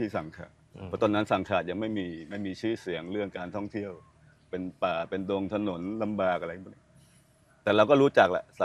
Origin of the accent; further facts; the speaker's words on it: Suphan Buri, Thailand; moved away as an adult; also born or lived in Kanchanaburi; now in Sangkhla Buri, Thailand; จริงๆเราก็เป็นคนพื้นเดียวกับเมืองกาญนะเนาะผมเป็นคนสุพรรณมันก็ใกล้กันมากผมมาอยู่กาญตั้งแต่เป็นทหารเกณฑ์ปี30